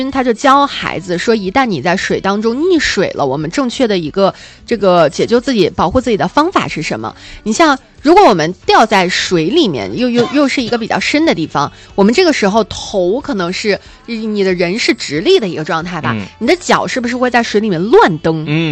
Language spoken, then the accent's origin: Chinese; Hainan, China; 尤其是咱们海南这边有很多的海，可能去到这个大海里面然后去进行游玩。